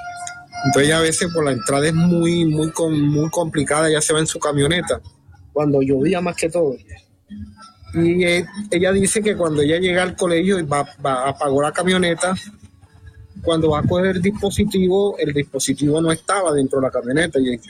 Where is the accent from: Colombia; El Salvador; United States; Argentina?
Colombia; Lorica, Córdoba; now in Sincelejo, Colombia; Yo soy de Lorica, Córdoba. Lorica del departamento de Córdoba.